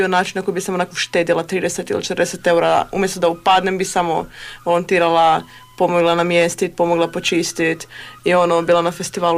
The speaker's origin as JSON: {"language": "Croatian", "town": "Pula", "region": "Istria County", "country": "Croatia", "tie": "born or raised there", "said": "ja sam iz Pule, ja sam odrasla u Puli, živim u Hrvatskoj cijeli život."}